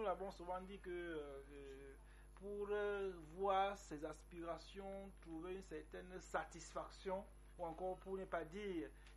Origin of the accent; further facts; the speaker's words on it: Cameroon; nous sommes Camerounais